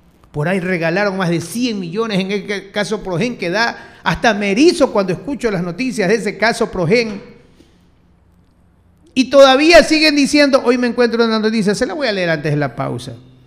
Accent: Ecuador; nosotros, los ecuatorianos, estamos mendigando.

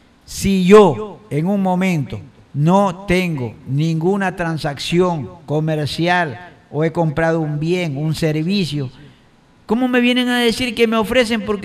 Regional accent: Ecuador; Saben quiénes somos los ecuatorianos

